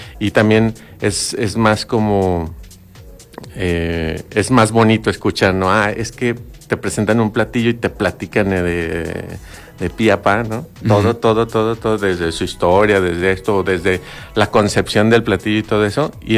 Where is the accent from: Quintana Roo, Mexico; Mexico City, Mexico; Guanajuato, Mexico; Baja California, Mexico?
Guanajuato, Mexico; León